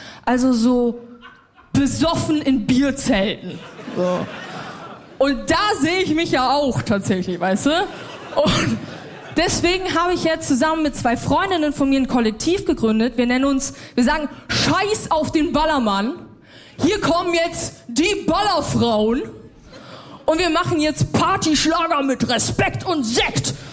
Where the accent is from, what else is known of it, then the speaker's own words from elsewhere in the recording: Bavaria, Germany; Und es ist mir auch so ein bisschen peinlich, aber ich bin in Bayern groß geworden.